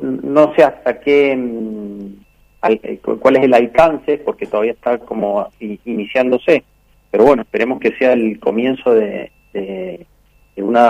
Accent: Mendoza, Argentina; nosotros como mendocinos

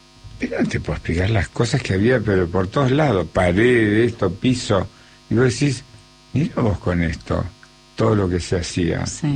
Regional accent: Santa Fe, Argentina; born there; now in Buenos Aires, Argentina; Va, yo no soy porteño, nací en Santa Fe, pero tengo 60 años de acá. Entonces terminé siendo un porteño

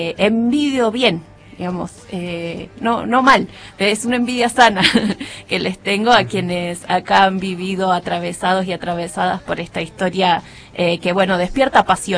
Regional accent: Salta, Argentina; moved away; Yo nací en Salta Capital y en la década del 90 pude ver, digamos, cómo la vieja estación y toda esa zona estaba absolutamente desguazada.

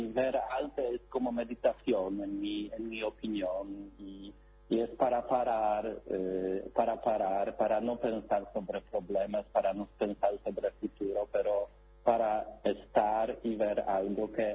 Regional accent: Poland; Spanish is a second language; now in Argentina

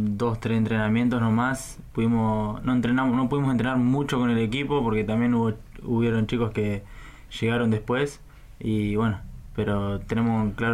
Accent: Puerto Madryn, Chubut, Argentina; Sí, soy de Puerto Madre, sí.

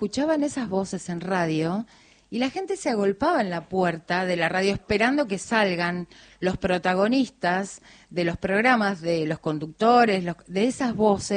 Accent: Argentina; Ahí somos argentinos, lo podemos

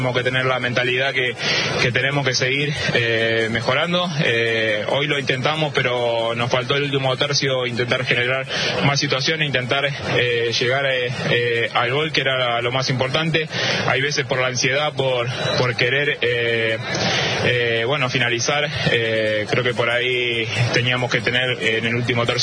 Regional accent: Argentina; soy un argentino más que va a alentar por ellos

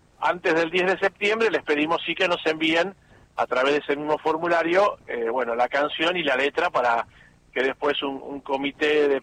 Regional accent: Argentina; que trataremos que nos identifique como pueblo, como iglesia, como argentinos

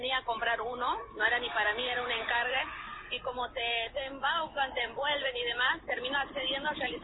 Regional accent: Quimilí, Santiago del Estero, Argentina; Soy oriunda de Santiago del Estero, más precisamente de Quimilí.

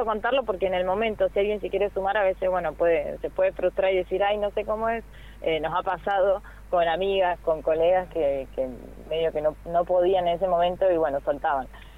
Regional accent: Puerto San Julián, Santa Cruz, Argentina; moved away as an adult; Yo soy de acá de San Julián, mi mamá es santafesina, mi papá es sanjulianense, así que tengo ahí como una mezcla linda.

